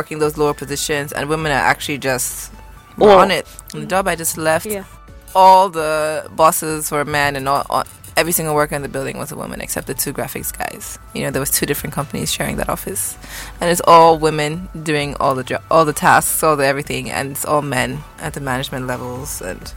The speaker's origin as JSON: {"language": "English", "country": "Nigeria", "said": "I'm a Nigerian, you know, that I love it, but you know, me too, I feel the effects of it, you know?"}